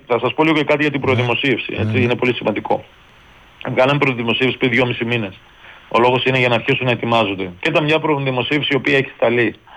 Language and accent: Greek; Pontokomi, Western Macedonia, Greece; εγώ προσωπικά είμαι από λιγνητική περιοχή, κατάγομαι από την Ποντοκόμη Κοζάνη, με την κατάσταση και λοιπά, υπάρχει πιο λιγνητική.